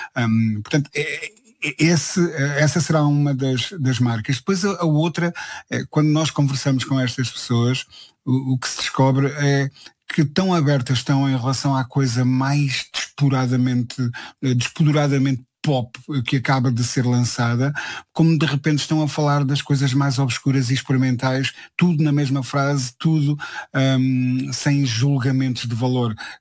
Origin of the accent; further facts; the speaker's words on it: Centro, Portugal; da minha geração e da minha cultura específica, operária, do centro do país, se calhar um pouco mais rural do que urbano, de onde eu sou originário.